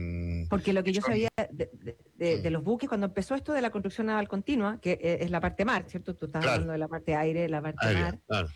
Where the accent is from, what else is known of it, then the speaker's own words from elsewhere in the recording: Chile; nosotros somos chilenos